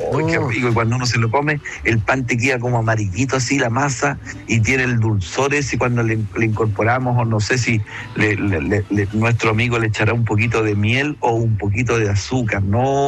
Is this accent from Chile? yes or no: yes; Villa Alegre, Maule, Chile; born or raised there; now in Santiago, Chile